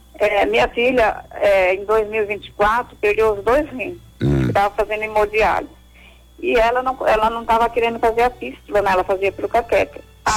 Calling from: Ivatuba, Paraná, Brazil; Eu falo do Paraná, município de Maringá, eu assisto pela Rádio Colmeia.

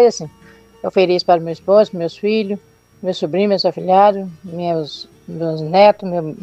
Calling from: Minas Gerais, Brazil; do Corpo do Suíço.

